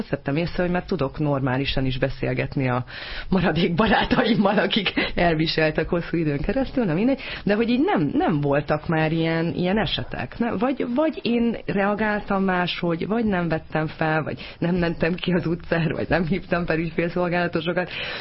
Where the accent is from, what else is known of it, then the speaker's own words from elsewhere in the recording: Hungary; Nagyon magyar vagyok